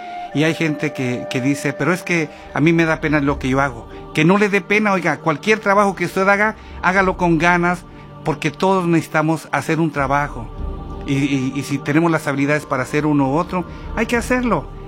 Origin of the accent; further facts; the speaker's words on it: Mexico; moved away; Amo México. También amo mucho a este país porque me ha dado cosas que yo jamás pensé que pudiera obtener allá en mi país mexicano.